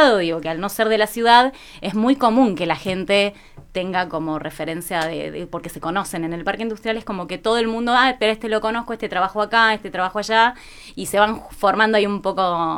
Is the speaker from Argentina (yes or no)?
yes; Argentina; moved away; yo soy en realidad de Buenos Aires